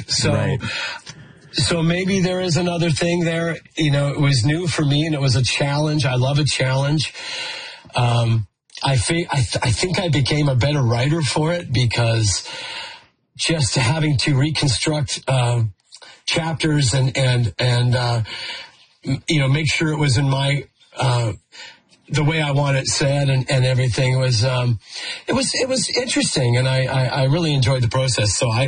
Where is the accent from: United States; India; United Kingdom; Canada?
Canada; Saskatchewan